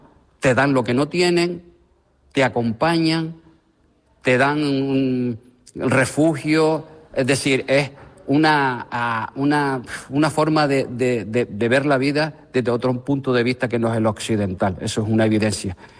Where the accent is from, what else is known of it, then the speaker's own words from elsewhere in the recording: Spain; yo, como español que soy